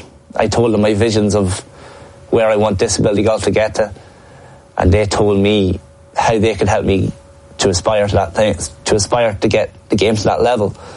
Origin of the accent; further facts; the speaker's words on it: Dundalk, Leinster, Ireland; I'm from Dundalk. I'm from Loud Village. Okay. It's a very, very small community. And it's an extremely supportive village.